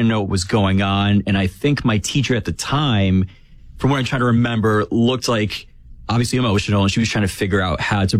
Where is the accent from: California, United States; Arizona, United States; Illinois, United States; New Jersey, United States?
New Jersey, United States; So I was in North Jersey, born and raised, back in elementary school.